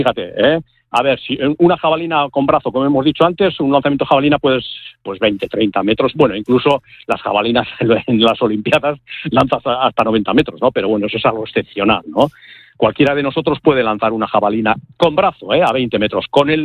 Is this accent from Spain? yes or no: yes; Barrika, Basque Country, Spain; yo soy de Vizcaya, soy de Barrica, Vizcaya, la desembocadura del río Nervión.